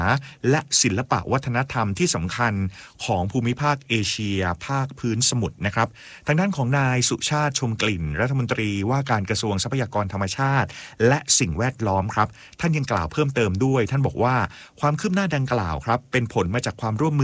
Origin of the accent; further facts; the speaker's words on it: Songkhla, Thailand; born there; มันอยู่ที่จังหวัดสงขลาบ้านเกิดแล้วก็ไปกราบบ่อยครั้งเลยทีเดียวนะครับ